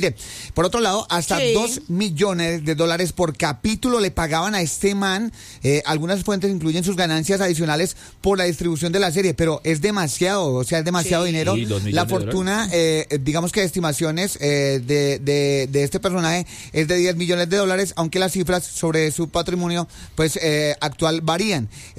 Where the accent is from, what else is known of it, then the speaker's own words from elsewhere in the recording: Colombia; nos deja muy bien parados como colombianos